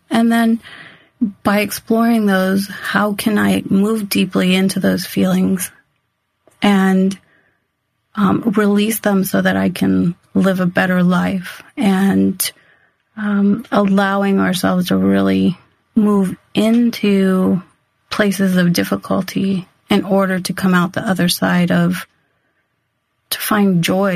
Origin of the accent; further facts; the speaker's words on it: Yuma, Arizona, United States; because I grew up in Yuma, Arizona. We're right on the border. And so there's a large Hispanic population